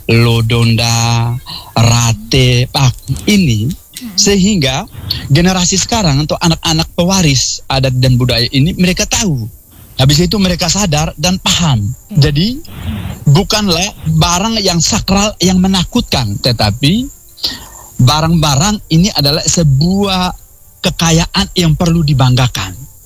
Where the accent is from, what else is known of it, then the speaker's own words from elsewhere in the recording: East Nusa Tenggara, Indonesia; Masyarakat adat dan budaya suku Lio teristimewa kami orang Wulogai.